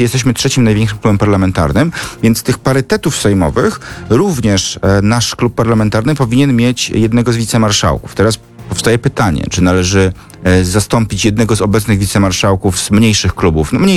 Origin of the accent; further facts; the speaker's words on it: Opole, Opole Voivodeship, Poland; born there; Zresztą ja się urodziłem w Opolu i kilka lat tam mieszkałem, więc też się trochę znamy z czasów wcześniejszych.